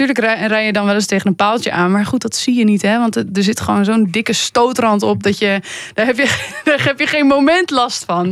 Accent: Netherlands; Goed, ik ben natuurlijk opgegroeid in Bijlen, tussen de Volvo's.

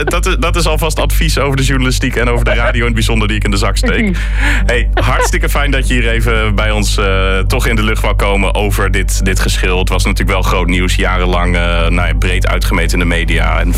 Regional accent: Groningen, Netherlands; ik ben zelf een geboren getogen Groninger en heb jarenlang in de stad gewoond.

